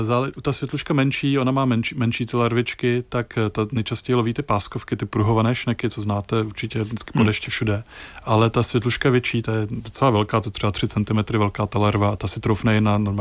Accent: Prague, Czechia; kde bych ty světlušky mohl studovat, ideálně v Praze, odkud pocházím

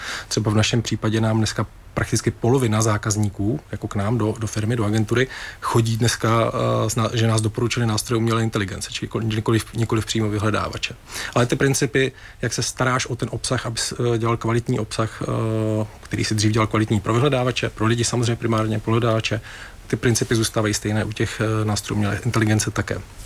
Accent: Brno, South Moravian Region, Czechia; já jsem teda z Brna původem a chodil jsem na Gimpl

